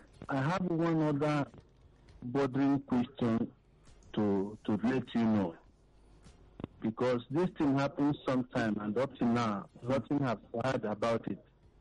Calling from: Idumu, Nigeria; I'm calling from Idumu.

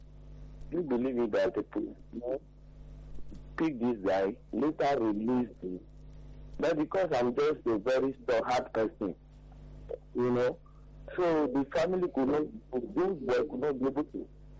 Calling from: Ayobo, Lagos, Nigeria; Welcome. I'm calling from Ayobo.

